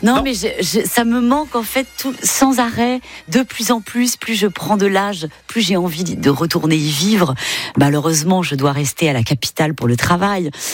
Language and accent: French; Concarneau, Brittany, France; C'est une grande plage sur laquelle je continue à me recueillir très régulièrement quand je retourne chez moi à Concarneau. Il y avait le bateau de mon père qui pourrissait